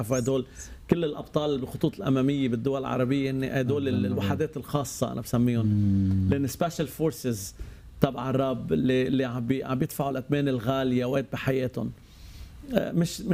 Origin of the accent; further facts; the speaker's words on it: Lebanon; نحن لأول مرة كلبنانيين